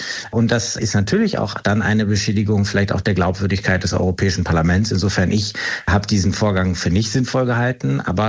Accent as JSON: {"language": "German", "region": "North Rhine-Westphalia", "country": "Germany", "said": "Ich komme aus Nordrhein-Westfalen, ich habe mit der Cybercrime-Zentralstelle hier in NRW, mit den LKA-Beamten dort gesprochen."}